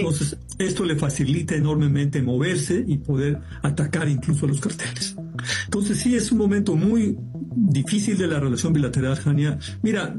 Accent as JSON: {"language": "Spanish", "country": "Mexico", "moved": "yes", "lives_now": "United States", "said": "que migramos aquí, que venimos a trabajar acá o venimos a lo que sea, pero que nacimos en México y emigramos a los Estados Unidos."}